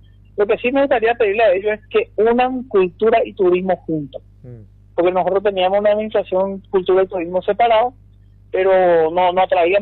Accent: Paraguay; lo que llama la atención es que tenemos nosotros como paraguayos y fronterizos para ofrecer.

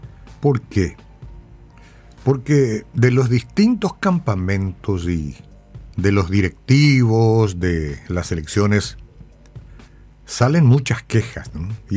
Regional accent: Paraguay; selección clasificada como nos tocó a nosotros como paraguayos participar.

